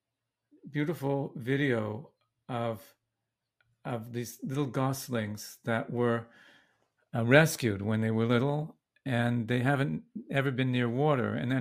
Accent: Vancouver, British Columbia, Canada; So, yes, I was born in Vancouver. My mother came there from Bangalore. Her family had gone to India from Baghdad when the British left

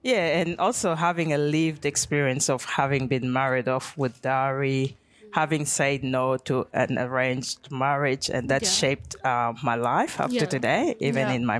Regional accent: Yirol, Lakes, South Sudan; now in Melbourne, Australia; I'm from Lake State, which is Yeroul.

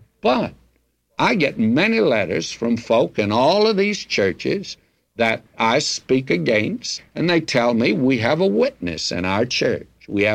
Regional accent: United States; I'm still happy that I'm an American. I'm still happy I live in the United States today.

